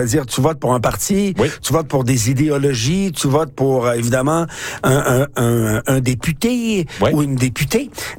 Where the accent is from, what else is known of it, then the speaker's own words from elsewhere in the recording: Saskatchewan, Canada; chez nous en Saskatchewan